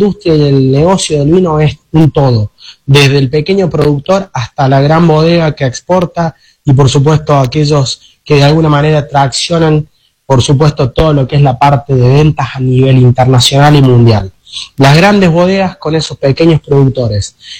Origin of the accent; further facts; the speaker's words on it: Córdoba, Argentina; como cordobés tengo el pecho inflado de ver vinos de mi querida provincia